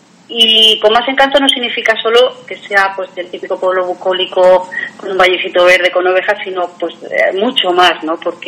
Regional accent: Catalonia, Spain; now in San Sebastián, Spain; Vengo de Cataluña, pero desde luego que adoro Donosti.

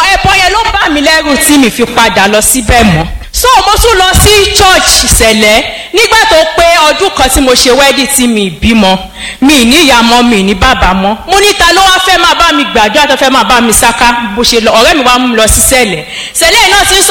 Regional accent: Ibadan, Oyo, Nigeria; si mo wa lati Sango Nibadan

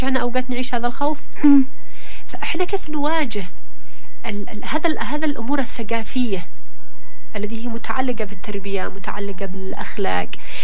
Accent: Yemen; احنا كيمنيين

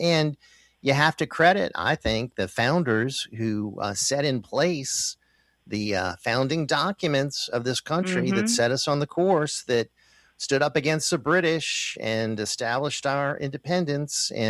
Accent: United States; grateful for being an American.

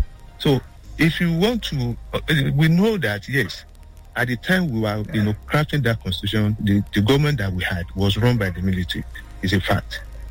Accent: Nigeria

